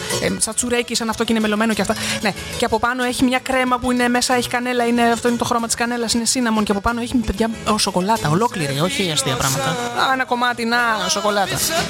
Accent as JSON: {"language": "Greek", "town": "Arachova", "region": "Central Greece", "country": "Greece", "said": "Από εμάς, από πάνω, είναι αραχοβίτικο το σίναμον αυτό τώρα."}